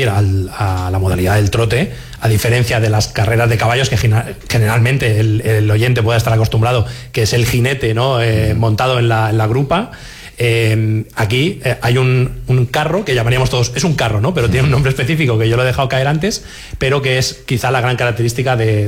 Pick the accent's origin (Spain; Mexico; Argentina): Spain; Sant Jordi de ses Salines, Balearic Islands; tenemos el hipódromo de San Jordi, que además nosotros somos de San Jordi, de la zona